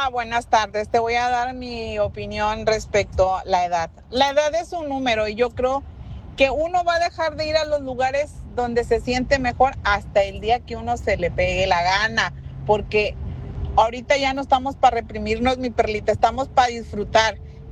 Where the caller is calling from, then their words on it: Reynosa, Tamaulipas, Mexico; tengo 50 años, ¿ok? … soy de Reynosa, Tamaulipas.